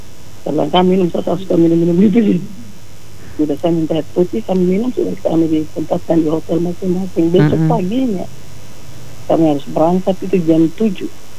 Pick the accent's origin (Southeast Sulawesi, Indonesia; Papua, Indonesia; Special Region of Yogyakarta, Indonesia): Papua, Indonesia; Kami Papua diistimewakan sekali.